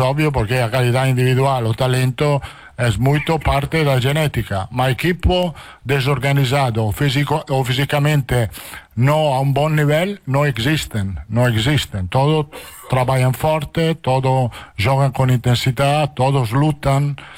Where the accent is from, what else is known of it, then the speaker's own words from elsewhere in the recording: Italy; Portuguese is a second language; now in Brazil; Me sinto bem, italiano, brasileiro, eu sou italiano.